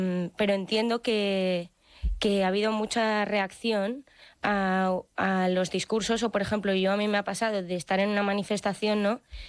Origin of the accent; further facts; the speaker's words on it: Madrid, Community of Madrid, Spain; yo también que soy de Madrid